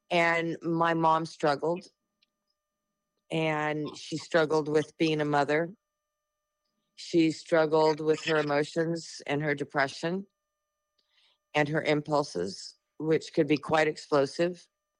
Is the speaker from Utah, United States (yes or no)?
no; Brawley, California, United States; also born or lived in Yuma, Arizona; I was born in Yuma, Arizona, and I was raised in a very small agricultural town, Brawley, California, in the Imperial Valley on the inland tip of California.